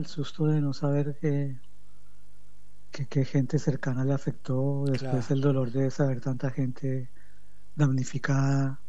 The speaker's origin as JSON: {"language": "Spanish", "country": "Colombia", "moved": "yes", "lives_now": "Argentina", "said": "somos narradores colombianos de la diáspora que vivimos en Argentina"}